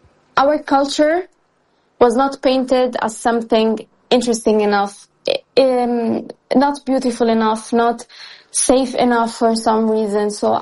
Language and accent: English; Lazio, Italy; first language Italian and Arabic; English is a second language; I grew up bilingual. Like, I was born in Italy, so of course school in Italian, everything in Italian, but I always used to speak Arabic at home, like, since a very, very, very young age, like since I was born. So bilingual.